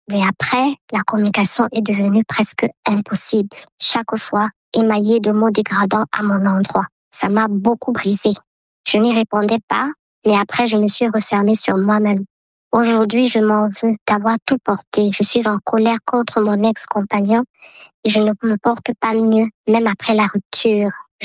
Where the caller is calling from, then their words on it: Nkongsamba, Littoral, Cameroon; J'ai 43 ans. Je vis à Nkosamba, au Cameroun.